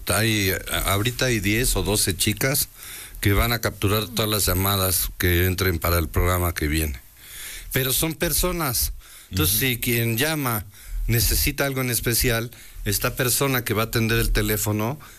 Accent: Puebla, Mexico; siendo poblano la ves hasta rara

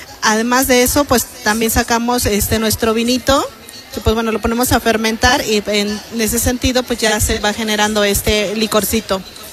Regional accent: Atzingo, Morelos, Mexico; Mi comunidad es Atzingo, y pues bueno, de ahí venimos varios productores a hacer nuestra exposición

